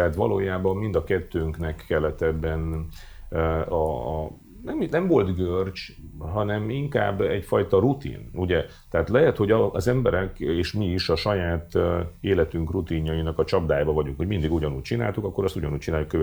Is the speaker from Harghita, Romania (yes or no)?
yes; Miercurea Ciuc, Harghita, Romania; moved away as an adult; Én ugye 18 éves koromban eljöttem otthonról, mert Csíkszeredai vagyok, és Csíkszeredában nem volt egyetem